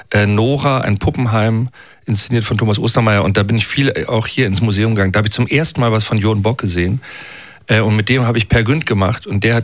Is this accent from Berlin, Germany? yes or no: yes; Berlin, Germany; Also man braucht von da, wo ich aufgewachsen bin, in Berlin-Marienfelde, was Tempelhof ist, eine Dreiviertelstunde, bis man am Kurfürstendamm ist.